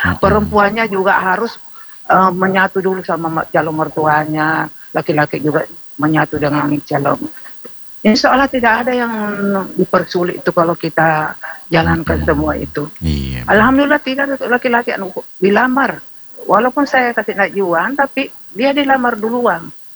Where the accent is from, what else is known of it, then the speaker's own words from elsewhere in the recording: South Sulawesi, Indonesia; kita orang Bugis Makassar ya.